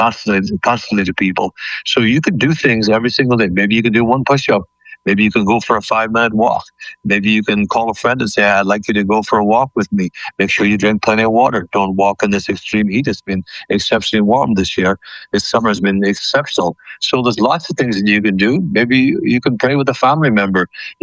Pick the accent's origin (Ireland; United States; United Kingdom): Ireland; The sickness that I experienced as a child, young man growing up in Ireland, and that of my family forced me to take charge of my own health and my own life. I'm 67.